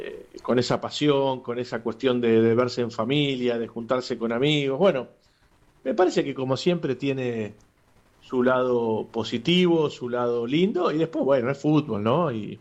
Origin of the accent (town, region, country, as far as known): Argentina